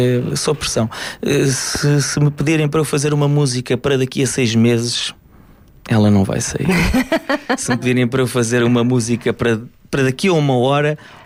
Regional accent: Alcobaça, Centro, Portugal; Eu sou da província. Ainda há isso. Eu sou de Alcobaça.

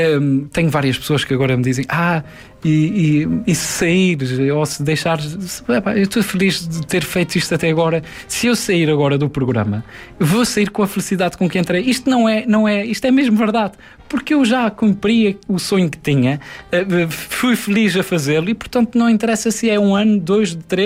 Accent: Rabo de Peixe, Azores, Portugal; accent: São Miguel (Rabo de Peixe) pronunciation; moved away as an adult; eu sou de Rabo de Peixe, que é a zona mais difícil de se perceber, de facto tem uma pronúncia mais carregada.

